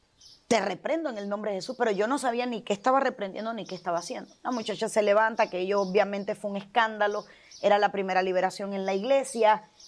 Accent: Cuba; en Cuba entraba por CD o por memoria. Estamos hablando de 2010, 2011 y todavía no había internet en mi país.

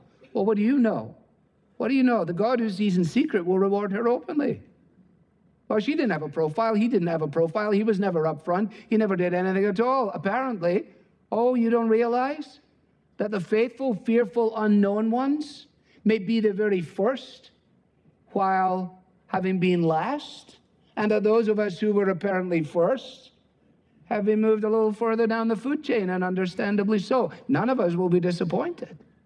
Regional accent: Scotland, United Kingdom; As a Scotsman, it appeals to me.

